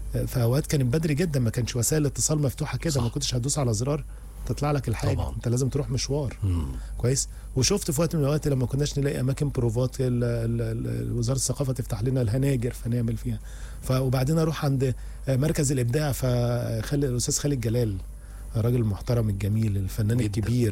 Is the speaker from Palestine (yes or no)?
no; Egypt; فهو عارف ان انا مصري